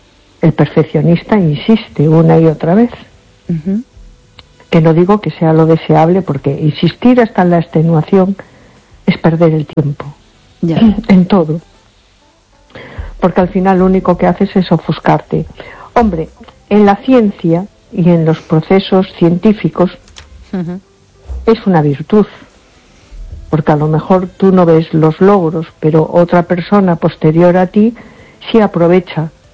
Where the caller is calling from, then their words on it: A Coruña, Galicia, Spain; de Coruña.